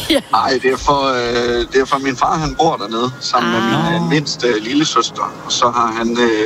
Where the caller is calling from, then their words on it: North Denmark Region, Denmark; Nej, jeg er fra Nordjylland.